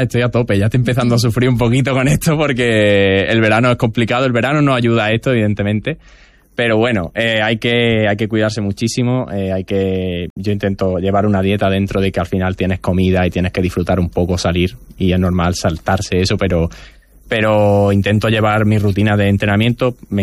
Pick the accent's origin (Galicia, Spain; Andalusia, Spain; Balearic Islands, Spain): Andalusia, Spain